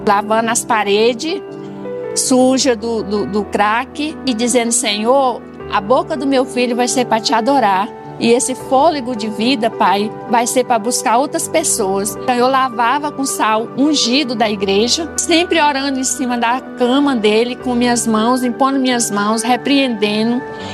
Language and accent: Portuguese; Maranhão, Brazil; moved away; A gente veio do Maranhão para cá.